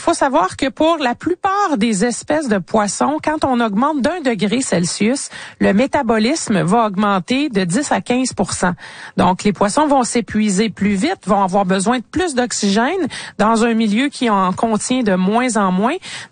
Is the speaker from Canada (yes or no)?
yes; Canada; ici chez nous au Canada